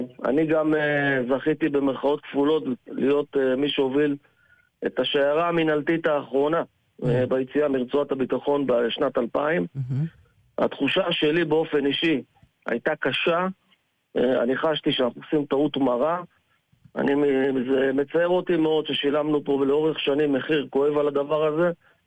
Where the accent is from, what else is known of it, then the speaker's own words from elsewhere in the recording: Haifa, Haifa District, Israel; born there; חיפאי מאלף עטף.